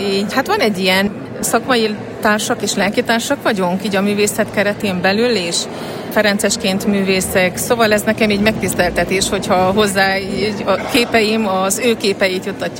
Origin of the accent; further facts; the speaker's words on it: Sfântu Gheorghe, Covasna, Romania; Erdélyi vagyok